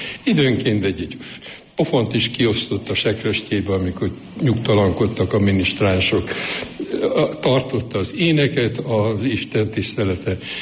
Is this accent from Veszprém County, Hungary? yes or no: no; Sopron, Győr-Moson-Sopron, Hungary; Soproni vagyok, 500 méterre a bencés templom, én 4 éves korom óta a bencés templomnak a kisminisztrása voltam